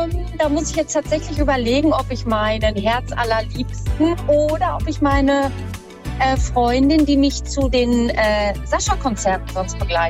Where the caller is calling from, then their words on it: Schwerte, North Rhine-Westphalia, Germany; Ich komme aus Schwerte, also nicht ganz so weit.